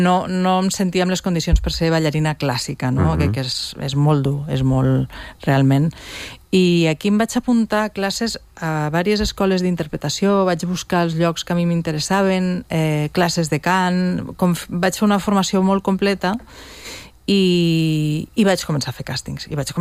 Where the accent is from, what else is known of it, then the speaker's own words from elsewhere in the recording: Catalonia, Spain; accent: close to Lleida accent; also born or lived in United States; vam decidir fer un accent com de Lleida, llavors era molt proper a lo meu